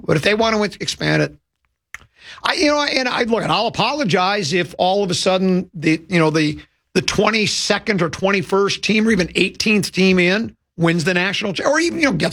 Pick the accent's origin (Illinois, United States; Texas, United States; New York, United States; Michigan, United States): Michigan, United States; Detroit; You know, I was born in Detroit. You know, we learned to count Detroit.